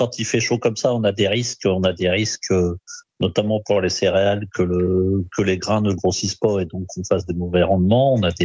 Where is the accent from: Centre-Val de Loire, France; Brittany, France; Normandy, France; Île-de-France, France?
Normandy, France; Chez nous, en Normandie, on n'a pas d'inquiétude sur les nappes phréatiques